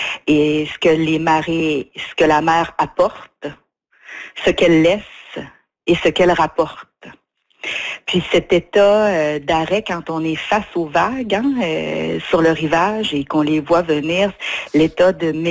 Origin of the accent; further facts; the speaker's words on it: Gaspé, Quebec, Canada; je suis gaspésienne, hein, je viens de Gaspé.